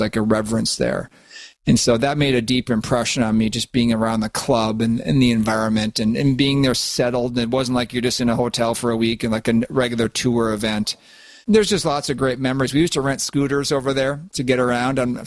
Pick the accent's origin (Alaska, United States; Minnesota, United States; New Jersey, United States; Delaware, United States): Minnesota, United States; I love being around my family and close friends back here where I grew up in Minnesota. I still reside here.